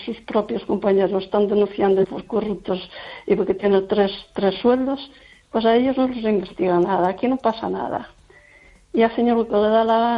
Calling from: Lugo, Galicia, Spain

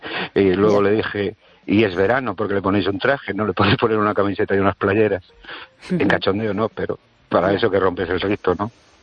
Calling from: Ourense, Galicia, Spain; de Orense.

